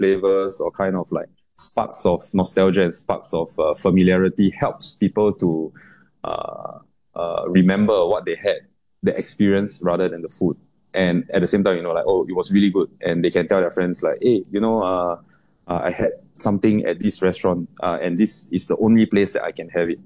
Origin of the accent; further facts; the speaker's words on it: Singapore; I'm not Japanese, rather I am Singaporean Chinese.